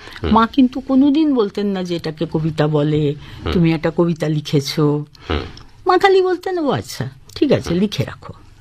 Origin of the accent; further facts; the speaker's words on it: Varanasi, Uttar Pradesh, India; কেননা আমাদের বাড়ি তো বেনারসে, মানে আমরা 5 প্রজন্ম ধরে বেনারসে থেকেছি